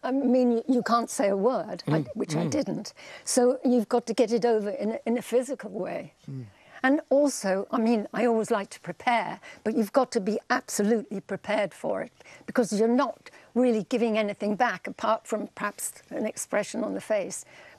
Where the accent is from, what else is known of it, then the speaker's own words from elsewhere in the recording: Liverpool, North West England, United Kingdom; I'm from Liverpool